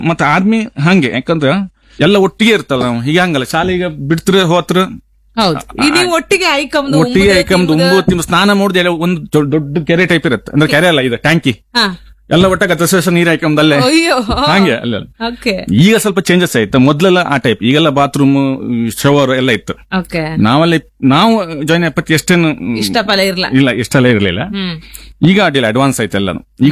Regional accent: Karnataka, India; ನಾವು ಈ ಕನ್ನಡದವ್ರು ಸ್ವಲ್ಪ ಮಾತಾಡ್ತಾರೆ ಹಿಂದಿ

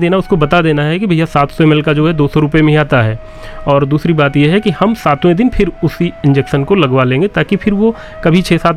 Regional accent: Milkipur, Uttar Pradesh, India; पड़ोस का जिला हमारा भी, मैं भी अयोध्या के मिल्कीपुर का रहने वाला हूं

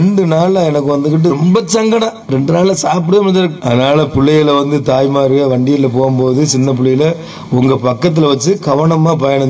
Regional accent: Tamil Nadu, India; நான் பாமன் கிராமத்தை சேர்ந்தவன். எனக்கு வயசு இப்போ ஒரு 52 வயசு ஆகுது.

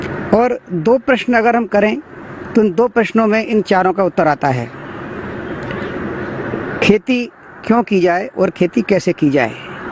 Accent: Uttar Pradesh, India; born or raised there

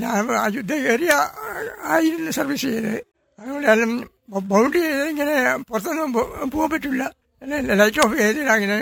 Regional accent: Chittariparamba, Kerala, India; also born or lived in Panoor; എൻ്റെ സ്വദേശം ചിറ്റാരിപ്പറമ്പ് ചെള്ളത്തവാലി.

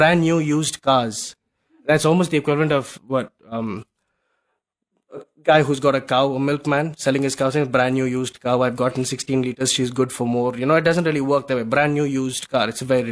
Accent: Chennai, Tamil Nadu, India; also born or lived in Bangalore; Now, as far as Chennai City is concerned, I grew up in this place. I really like this place. I wasn't born here, though. I was born in Bangalore

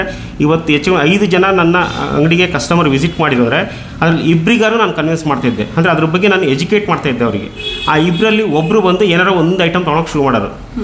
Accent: Karnataka, India; ಮೂಲತಃ ನಾನು ಬಂದ್ಬಿಟ್ಟು ಅಬ್ಬಳಗೆರೆ ಹತ್ರ ಕಲ್ಗುಂಗುರು, ನನ್ನ ಹಳ್ಳಿ ಒಂದು ಸಣ್ಣ, ಅದೊಂದು ಕುಗ್ರಾಮ. ಸಿಟಿಯಿಂದ ಹೆಚ್ಚು ಕಡಿಮೆ ಒಂದು 10 ಕಿಲೋಮೀಟ್ರ್ ನಿಯರೆಸ್ಟಲ್ಲಿದೆ. ಅಲ್ಲಿ ಇರ್ತಕ್ಕಂಥದ್ದು ನಾವು ತುಂಬಾ, ನಾವು ಹಳ್ಳಿ ರೈತರು

